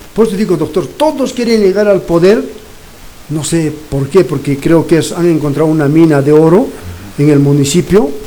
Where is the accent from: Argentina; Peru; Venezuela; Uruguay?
Peru; Calca, Cusco; yo lo hago porque quiero a Calca, porque quiero a mi tierra.